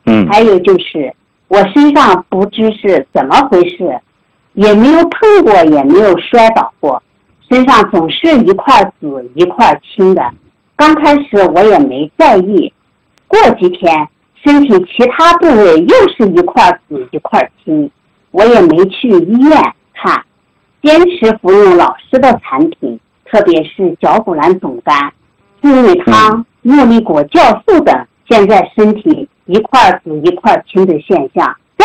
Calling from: Shihezi, Xinjiang, China; 我是来自新疆的老学员，

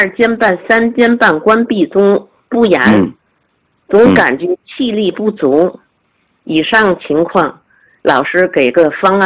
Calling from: Tianjin, China; 我来自天津市西青区的一名学员

